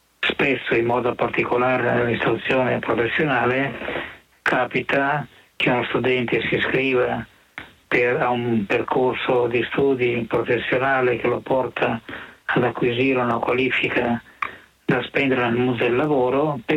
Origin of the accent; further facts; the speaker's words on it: Lombardy, Italy; come si usa dire dalle mie parti lombarde